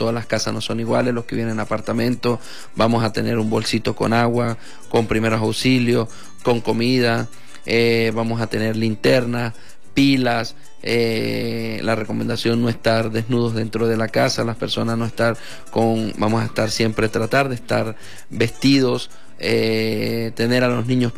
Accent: Venezuela; somos más los venezolanos de bien

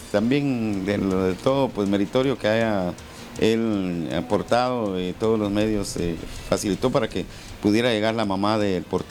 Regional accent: Guatemala; y lo cual nos ha faltado a nosotros como guatemaltecos, como chapines.

